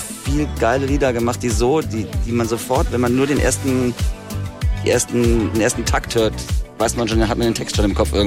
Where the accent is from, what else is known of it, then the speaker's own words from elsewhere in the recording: Baden-Württemberg, Germany; Da waren wir auf dem Open Air, so irgendwo in der Nähe von Karlsruhe, wo ich herkomme.